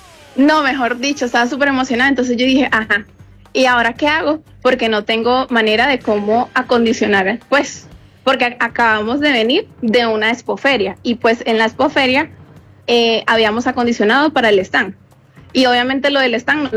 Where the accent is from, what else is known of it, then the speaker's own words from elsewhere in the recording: Venezuela; now in Manizales, Colombia; Porque yo soy de Venezuela